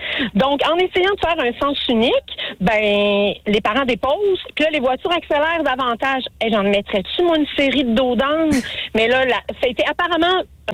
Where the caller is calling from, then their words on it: Repentigny, Quebec, Canada; Fait que moi, j'habite à Repentigny.